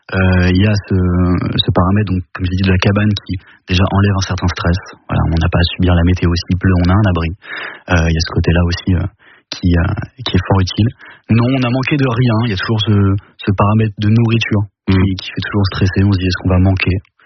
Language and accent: French; Roubaix, Hauts-de-France, France; j'ai grandi à Roubaix, à M.